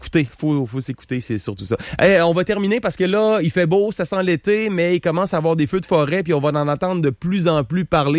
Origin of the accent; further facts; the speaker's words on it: Quebec City, Quebec, Canada; je viens du Canada, je viens de Québec.